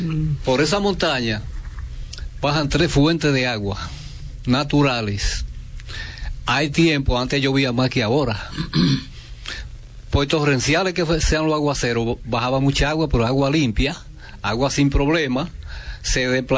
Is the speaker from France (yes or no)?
no; La Vega, Dominican Republic; yo soy nativo, nacido y criado en esa comunidad, que hay cosas que coinciden mucho con lo que dice el padre. Nosotros vivimos Carrera de Palmas justamente frente a esa montaña.